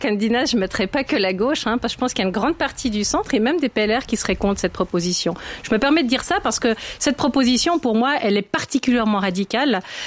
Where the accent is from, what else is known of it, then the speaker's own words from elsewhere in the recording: Geneva, Switzerland; je suis genevoise, ville et canton cosmopolite